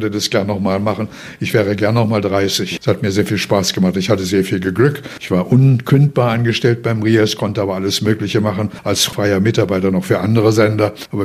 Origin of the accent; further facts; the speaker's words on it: Harz, Germany; Ich bin im Harz aufgewachsen